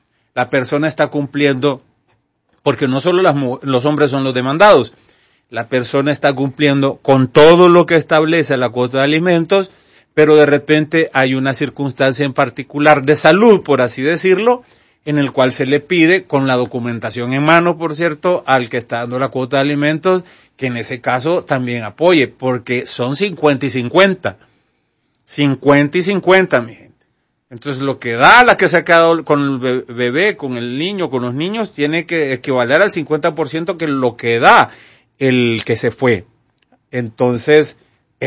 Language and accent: Spanish; Honduras; Tenemos mala experiencia como Estado hondureño